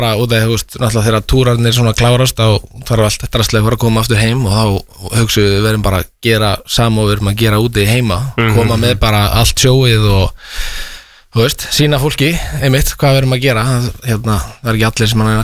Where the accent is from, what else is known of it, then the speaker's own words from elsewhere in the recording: Keflavík, Southern Peninsula, Iceland; ég er úr Keflavík